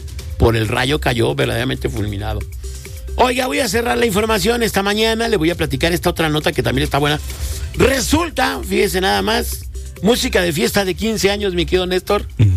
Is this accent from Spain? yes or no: no; Mexico; y eso es lo que a mí, como mexicano, me molesta.